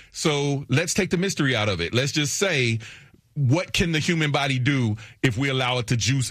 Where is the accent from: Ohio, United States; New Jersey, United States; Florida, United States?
Ohio, United States; I mean, I'm from Ohio, you know what I'm saying?